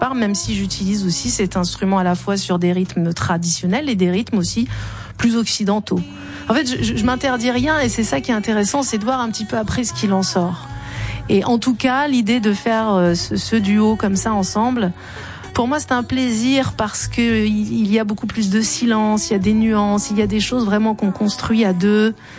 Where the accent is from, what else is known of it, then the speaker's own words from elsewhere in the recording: Algeria; C'est-à-dire qu'en tant qu'Algérienne, je suis sensible aussi à ces questions.